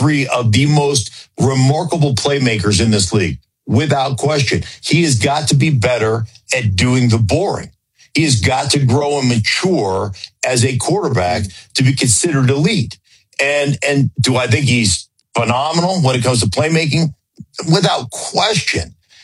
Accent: Anchorage, Alaska, United States; born or raised there

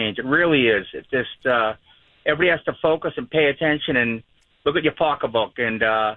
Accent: Medford, Massachusetts, United States; I grew up in Medford

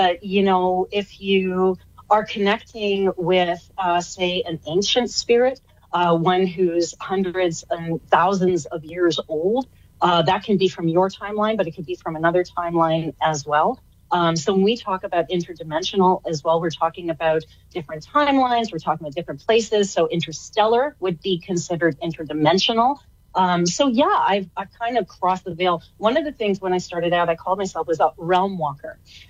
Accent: Canada; I'm Canadian, ways.

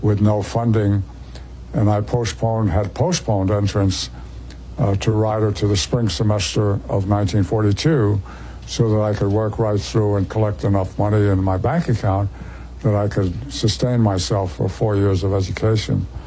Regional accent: Newark, New Jersey, United States; I was born in Newark, New Jersey in 1924, February 15th. We moved every October 1st because you got 3 free months concession of rent.

